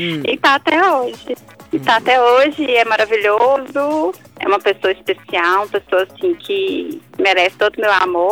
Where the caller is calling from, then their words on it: Belo Horizonte, Minas Gerais, Brazil; accent: mineiro; Sou mineira, Belo Horizonte.